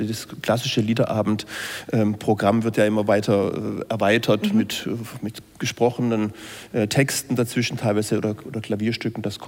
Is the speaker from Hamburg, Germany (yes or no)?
no; Stuttgart, Baden-Württemberg, Germany; born there; ich bin auch so aufgewachsen. Ich bin bei den … groß geworden